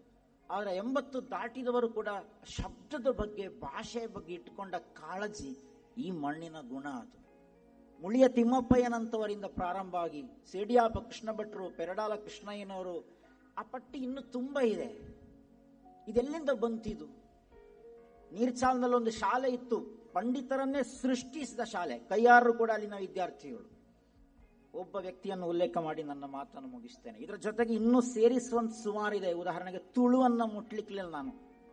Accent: Karnataka, India; accent: Dakshina Kannada Kannada; Kannada is a second language

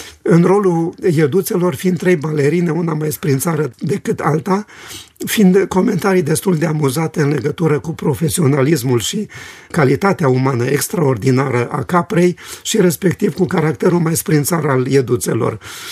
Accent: Romania; dar îmi permit să spun eu, ca român, respectul și admirația pentru munca de o viață

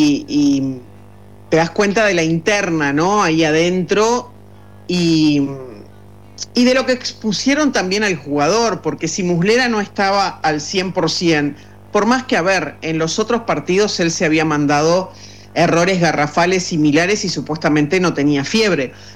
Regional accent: Uruguay

